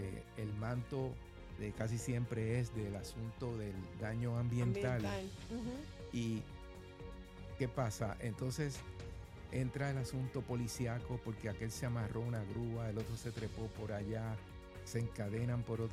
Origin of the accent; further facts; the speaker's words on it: Puerto Rico; Y como aquí en Puerto Rico nuestra cultura no nos gusta eso